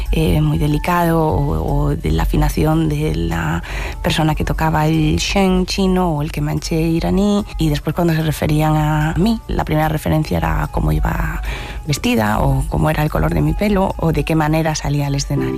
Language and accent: Spanish; Ourense, Galicia, Spain; porque soy de Ourense y nací en esa generación en la que o jugabas al fútbol o tocabas la gaita.